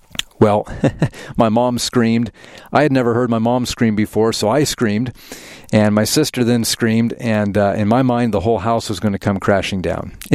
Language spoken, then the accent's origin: English; Denver, Colorado, United States; We grew up in Denver. I grew up in Denver.